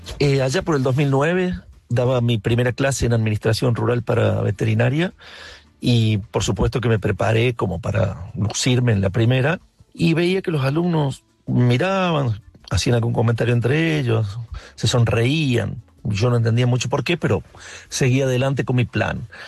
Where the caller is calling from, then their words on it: Río Cuarto, Córdoba, Argentina; de Río Cuarto, Córdoba.